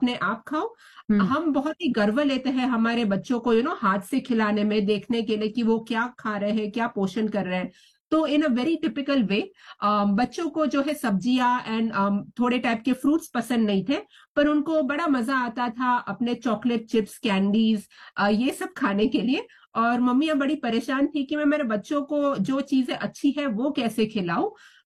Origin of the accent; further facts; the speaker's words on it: Mumbai, Maharashtra, India; moved away; जो मैं मुंबई से आती हूँ